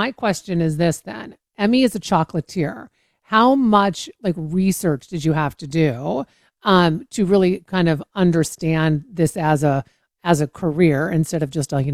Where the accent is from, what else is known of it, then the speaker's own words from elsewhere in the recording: Washington, United States; I mean, you live in Washington. I was raised in Washington.